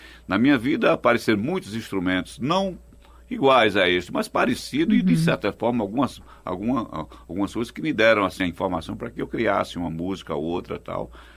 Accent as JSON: {"language": "Portuguese", "town": "Caruaru", "region": "Pernambuco", "country": "Brazil", "said": "eu sou daqui de Caruaru"}